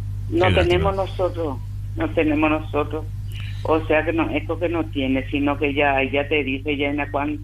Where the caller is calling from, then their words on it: Villa Elisa, Central, Paraguay; Yo soy de Villa Elisa. … hace 50 años que estoy acá en Villa Elisa, acá cerca de Cuatro Mojón nomás.